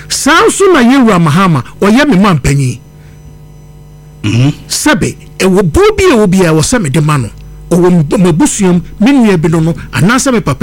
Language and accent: English; Ghana; I am a Ghanaian and a proud Ghanaian, for that matter.